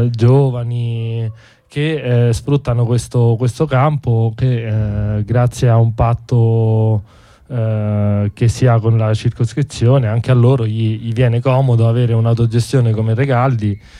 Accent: Rome, Lazio, Italy; Anche se vengo da Roma

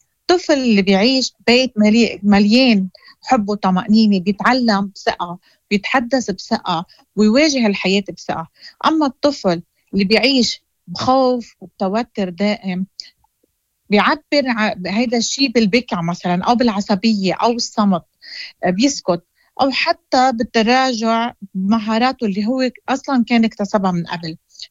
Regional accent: Lebanon; معكم أنا من لبنان، أكيد رئيسة جمعية أنقذ طفلك ومديرة التحالف

